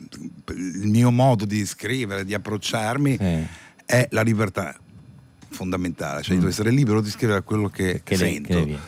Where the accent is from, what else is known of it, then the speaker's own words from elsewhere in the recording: Genoa, Liguria, Italy; Ecco, poi, pur essendo genovese, sul discorso economia